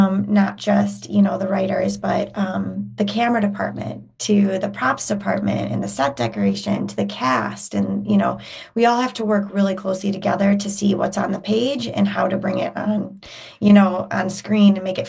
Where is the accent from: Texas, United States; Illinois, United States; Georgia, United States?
Illinois, United States; Chicago; I grew up in Chicago.